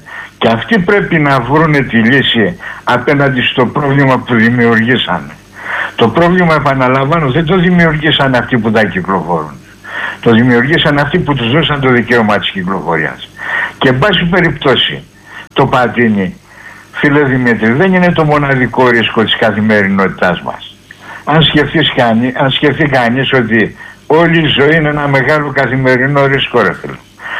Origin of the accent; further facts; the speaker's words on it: Platamonas, Central Macedonia, Greece; Εγώ είμαι από τον Πλαταμόνα